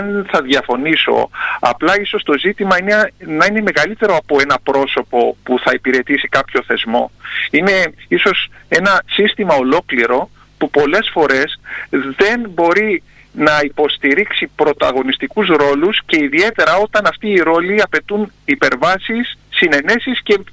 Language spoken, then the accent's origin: Greek; Tilos, South Aegean, Greece; η οποία μεγαλώσαμε μαζί στη Τήλο, γιατί είμαι και μισοτηλιακός.